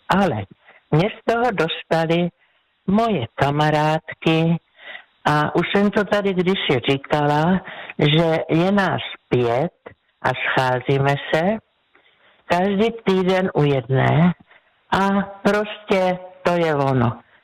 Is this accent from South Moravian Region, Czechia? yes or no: yes; South Moravian Region, Czechia; now in Brno, Czechia; Vyrůstala jsem v krásném prostředí u Břeclavy dole na jižní Moravě